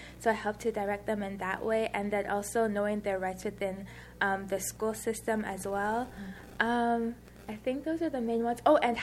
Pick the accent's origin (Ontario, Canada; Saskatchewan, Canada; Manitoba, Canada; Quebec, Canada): Ontario, Canada; Kitchener; growing up in the Kitchener-Waterloo region